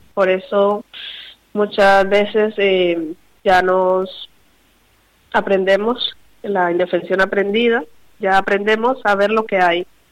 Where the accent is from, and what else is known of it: Colombia; born there